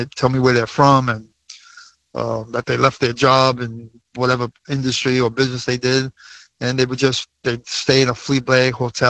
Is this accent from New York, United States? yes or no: yes; Brooklyn, New York, United States; I knew people from my neighborhood growing up in Brooklyn